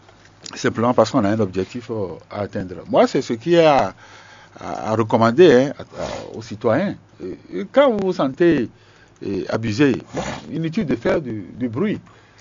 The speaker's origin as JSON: {"language": "French", "country": "Benin", "said": "je suis béninois."}